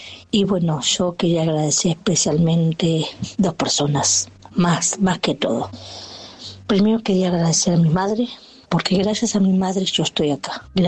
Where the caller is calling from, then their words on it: Ituzaingó, Buenos Aires Province, Argentina; de Ituzaingó